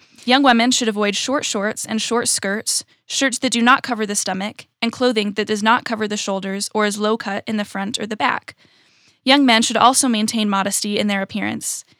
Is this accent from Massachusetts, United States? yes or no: no; California, United States; also born or lived in Utah / Virginia; I was born in Utah, but I was raised in California and in Virginia, and currently I'm a freshman at college.